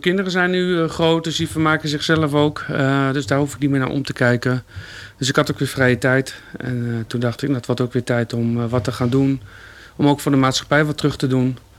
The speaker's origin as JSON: {"language": "Dutch", "town": "Lochem", "region": "Gelderland", "country": "Netherlands", "tie": "born or raised there", "also_born_or_lived": "Zwolle", "said": "Ik ben hier achter in de Smeestraat geboren in 1974. Boven een oude slagerij, of boven de slagerij nog, waar mijn vader werkte. En ik ben opgegroeid in Lochem en in mijn studententijd uiteindelijk in Zwolle terechtgekomen, waar ik ook 12 jaar heb gewoond."}